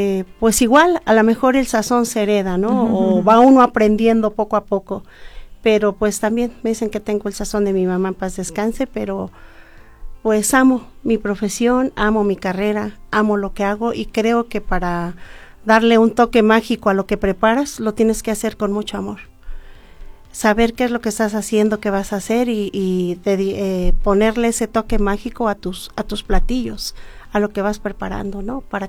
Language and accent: Spanish; Actopan, Hidalgo, Mexico; Yo soy de Actopan, ellos se dedicaban a lo que era la barbacoa. Desde niña, pues yo les apoyaba, desde poner el nixtamal, hacer las tortillas, todo cocinado con leña.